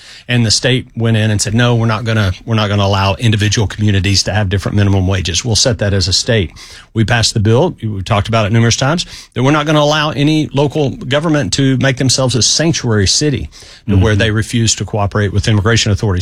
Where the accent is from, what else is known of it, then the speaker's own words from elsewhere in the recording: Texas, United States; now in Nashville, United States; I'm from Central Texas near Austin.